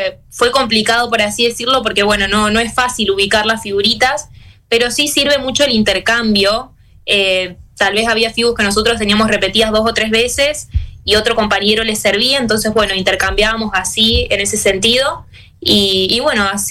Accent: Felicia, Santa Fe, Argentina; Nosotros somos de Felicia. Uh-huh. Felicia es un pueblo chiquitito de la provincia de Santa Fe, somos 2.500 habitantes.

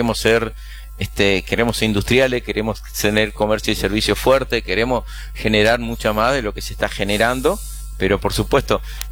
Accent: Argentina

